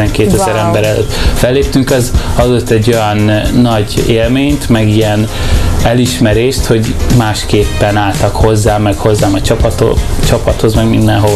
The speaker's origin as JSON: {"language": "Hungarian", "region": "Budapest", "country": "Hungary", "tie": "born or raised there", "said": "13 éves voltam, Kőbányán nőttem fel a Kongressz telepen"}